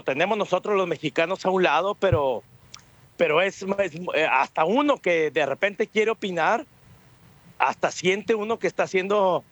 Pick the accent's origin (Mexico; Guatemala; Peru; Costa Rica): Mexico; yo soy un mexicano muy orgulloso de ser mexicano, pero soy muy crítico.